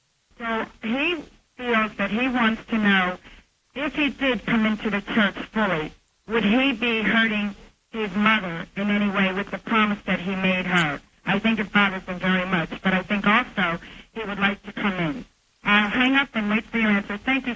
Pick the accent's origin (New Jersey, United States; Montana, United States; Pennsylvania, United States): New Jersey, United States; Stewartsville; And I'm from Stuartsville, New Jersey.